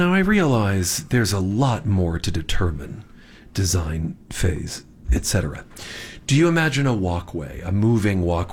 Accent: Los Angeles, California, United States; In my hometown of Los Angeles, the mosaic tiles on the walls of the walkways.

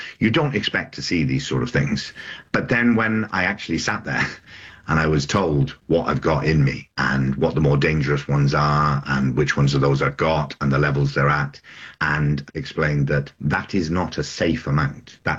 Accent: Newport, Wales, United Kingdom; I was born in Newport in South Wales

